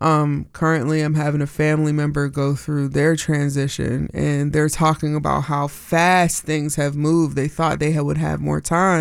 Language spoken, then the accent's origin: English; United States; growing up in America as a black girl and as an indigenous young girl